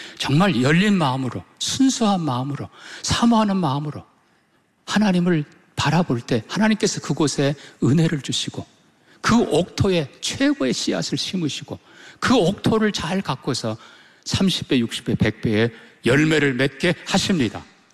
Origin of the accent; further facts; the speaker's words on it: South Jeolla, South Korea; 제 고향 가까운 곳에 여러분 아실 겁니다. 해창만